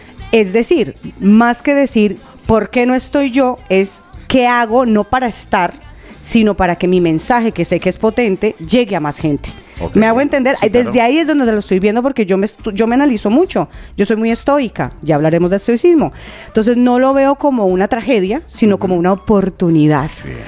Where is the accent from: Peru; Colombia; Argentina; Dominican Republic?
Colombia; moved away as an adult; now in Spain; acá como periodista colombiana latinoamericana en España, llevo casi 16 años